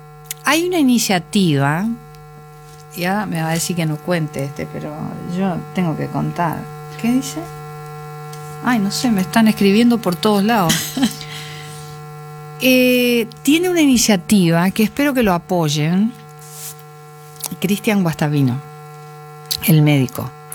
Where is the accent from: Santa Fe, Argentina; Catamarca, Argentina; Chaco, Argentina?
Santa Fe, Argentina; moved away; soy del interior profundo. No soy de Corrientes, yo soy santafesina de origen, pero viví en el campo.